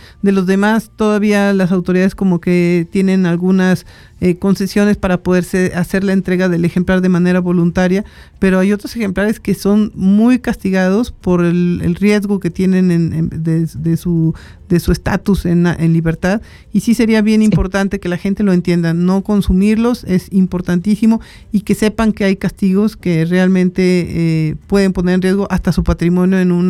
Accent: San Luis Potosí, Mexico; siendo potosinos sabemos que aquí tenemos presencia de cascabeles de diferentes especies

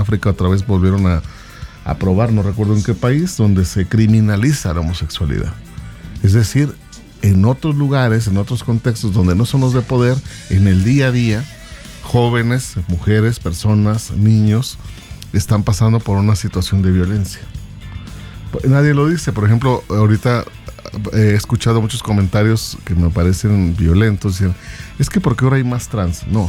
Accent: San Luis Potosí, Mexico; que no somos esos potosinos, potosinos con el gentilicio que nos reconoce mucha gente fuera de nuestro territorio

